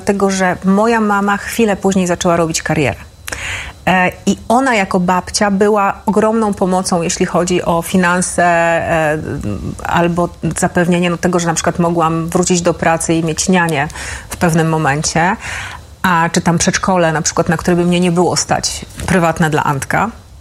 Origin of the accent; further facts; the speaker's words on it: Milanówek, Masovian Voivodeship, Poland; byłam tą z Milanówka. I przez długi czas, jak ktoś mi pytał, skąd jesteś, to ja tak trochę... Ja nie wiedziałam, skąd jestem